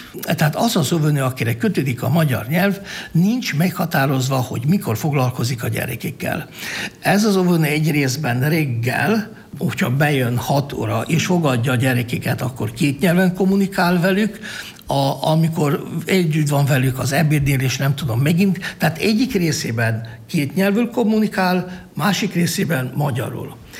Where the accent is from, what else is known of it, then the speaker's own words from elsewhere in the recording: Prekmurje, Slovenia; nekünk nemzetiségieknek, úgy az olaszoknak, mint muravidéki magyaroknak